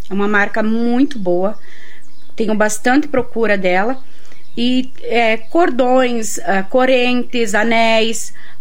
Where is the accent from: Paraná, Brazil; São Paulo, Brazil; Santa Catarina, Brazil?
Santa Catarina, Brazil; São José do Cedro; moved away; also born or lived in Rio de Janeiro; eu saí de São José do Cedro em 2001, quando fui para o Rio de Janeiro trabalhar.